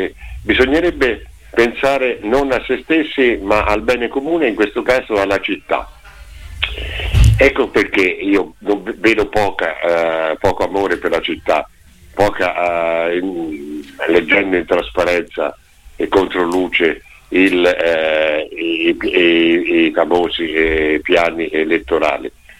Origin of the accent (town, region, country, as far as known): Perugia, Umbria, Italy